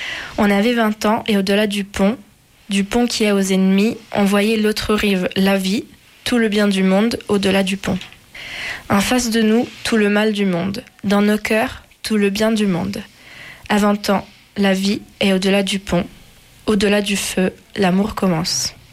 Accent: Venice, Veneto, Italy; moved away; ma ville natale, Venise, qui est une ville à mesure d'eau, comme on dit, où les ponts sont donc souverains.

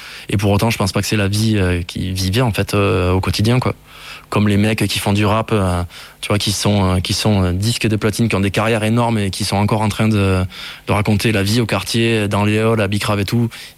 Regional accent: Occitanie, France; born there; moved away; Ce truc de grandir à la campagne, partir dans une ville et au final toujours se sentir happé et revenir en fait là où t'as grandi, quoi. Tu vois, l'Aveyron, moi je sais que je finirai ici, quoi.

